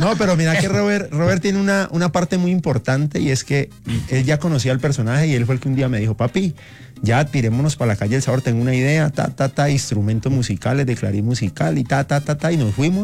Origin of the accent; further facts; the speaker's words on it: Tuluá, Valle del Cauca, Colombia; now in Cali, Colombia; yo soy oriundo de Tuluá.